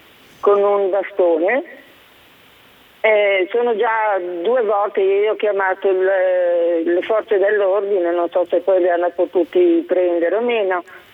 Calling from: Liguria, Italy; qui a San Fruttuoso, da Piazza Martinez.

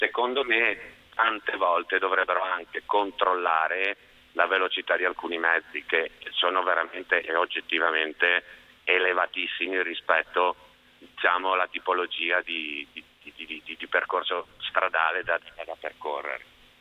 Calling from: Genoa, Liguria, Italy; da Genova.

